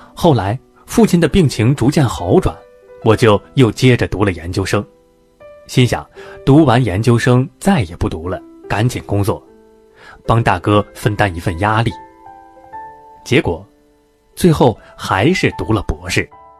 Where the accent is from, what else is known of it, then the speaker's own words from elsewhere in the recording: Shandong, China; 我的家乡是山东半岛东部的一个小农村。